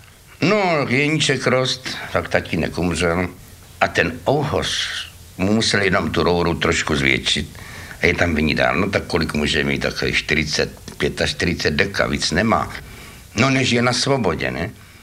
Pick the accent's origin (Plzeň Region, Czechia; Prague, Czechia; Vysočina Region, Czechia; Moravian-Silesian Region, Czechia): Prague, Czechia; Já jsem z Prahy. To je tedy náramná asociace. Ty žížaly a ty seš z Prahy. Ano, já jsem z Prahy žížala teda.